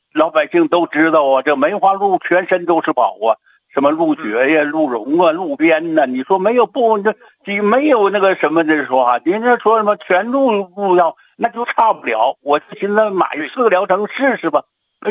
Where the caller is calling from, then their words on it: Shenyang, Liaoning, China; 陈老师啊，我是沈阳的浑南的。